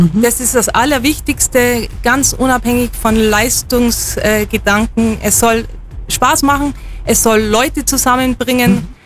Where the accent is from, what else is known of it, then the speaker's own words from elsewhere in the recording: Bavaria, Germany; now in Kempten, Germany; ich komme ursprünglich aus dem Fichtelgebirge. Das ist nördlich von Bayreuth, also eigentlich in Nordbayern. Und ich bin eben damals in der Skischule groß geworden